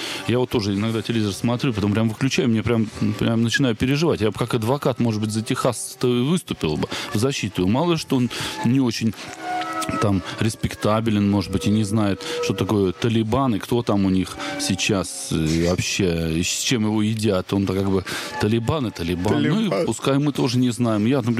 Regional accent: Russia

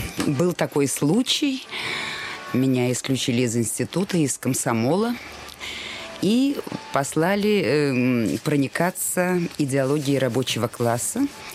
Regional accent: Kyiv, Ukraine; а я киевлянка.

